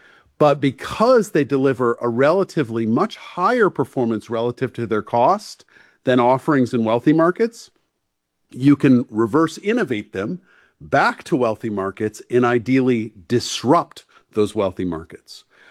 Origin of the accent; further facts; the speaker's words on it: New England, United States; I'm from New England.